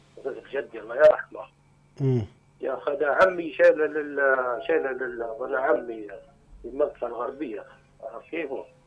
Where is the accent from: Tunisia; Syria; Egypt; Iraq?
Iraq; Baghdad, Baghdad Governorate; أنا من بغداد في منطقة في المغرب يعتبروا خوالي عمامي نفس الوقت